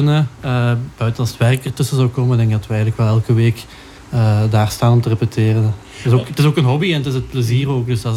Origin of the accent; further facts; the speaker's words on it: Hasselt, Flanders, Belgium; now in Leuven, Belgium; Ik ben oorspronkelijk van Hasselt, maar ik woon ondertussen in Leuven